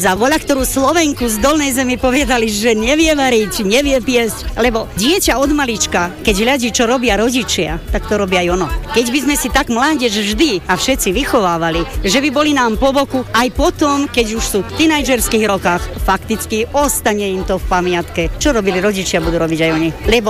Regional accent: Stara Pazova, Vojvodina, Serbia

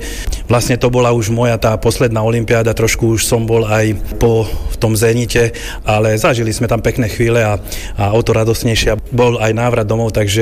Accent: Komárno, Nitra Region, Slovakia; u nás v Komárne.

